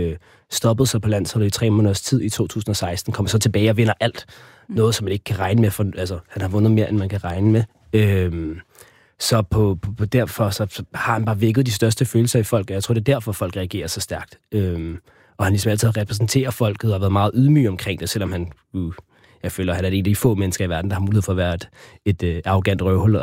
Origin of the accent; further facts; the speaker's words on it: Argentina; Danish is a second language; Jeg er argentiner.